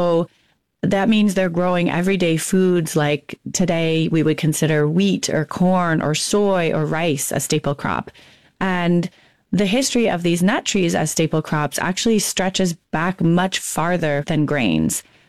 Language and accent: English; Maine, United States; So I grew up in Maine with two parents who were bird watchers. And we spent a lot of time traveling around the state of Maine